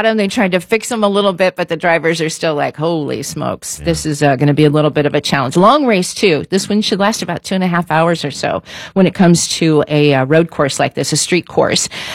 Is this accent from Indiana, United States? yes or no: yes; Knightstown, Indiana, United States; moved away as an adult; now in Cumberland, United States; I'm in Cumberland now, but that east side is really home to me and always has been growing up in Knightstown.